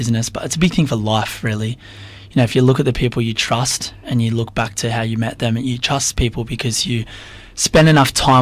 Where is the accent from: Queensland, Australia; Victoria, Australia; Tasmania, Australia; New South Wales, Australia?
Victoria, Australia; You know, I grew up in Gippsland, or I moved here when I was 13, actually. Yep. And so I did my last year of school in Traralgon. Yep. I went to high school in Traralgon.